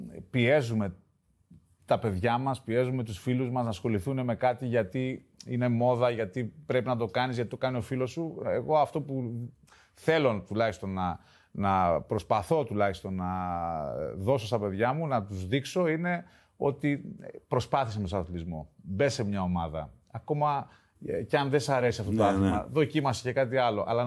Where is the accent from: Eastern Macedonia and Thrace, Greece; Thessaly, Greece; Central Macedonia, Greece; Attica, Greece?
Attica, Greece; Athens; born there; Γεννήθηκα στην Αθήνα.